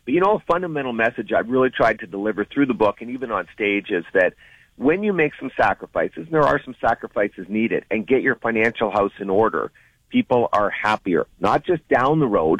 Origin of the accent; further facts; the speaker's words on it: Sarnia, Ontario, Canada; By the way, I grew up in Sarnia in the summers listening to CKLW and loving it.